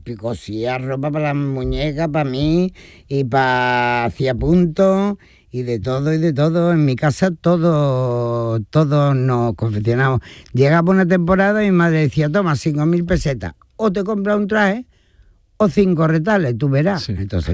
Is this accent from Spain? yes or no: yes; Antequera, Andalusia, Spain; born there; Sí, yo nací en Antequera porque allí estaba el ginecólogo de mi madre.